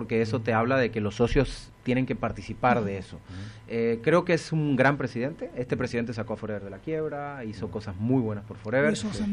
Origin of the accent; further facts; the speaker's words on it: Argentina; moved away as an adult; now in Mexico; soy argentino, tengo 20 años en México